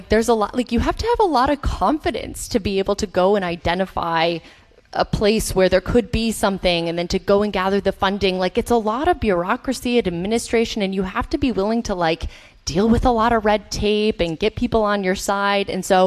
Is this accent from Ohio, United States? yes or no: no; Chicago, Illinois, United States; so I'm from Chicago originally. I came to undergrad at Tufts in 2006